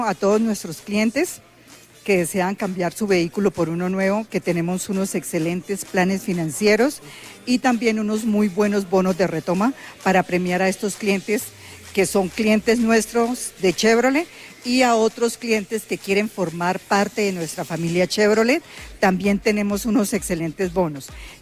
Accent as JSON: {"language": "Spanish", "town": "Maní", "region": "Casanare", "country": "Colombia", "said": "Yo soy de Maní Casanare."}